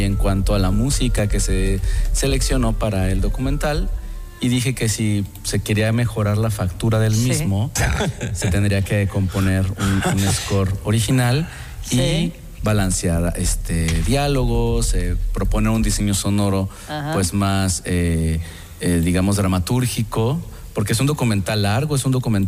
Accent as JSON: {"language": "Spanish", "country": "Mexico", "said": "yo empecé a estudiar guitarra clásica en mi país y pues toqué piezas de Gaspar Sanz. Es una tradición mundial, al igual que la guitarra en México también tiene una importancia a nivel mundial."}